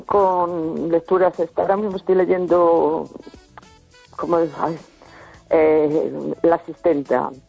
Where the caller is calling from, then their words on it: A Coruña, Galicia, Spain; Hola. Hola … de La Coruña.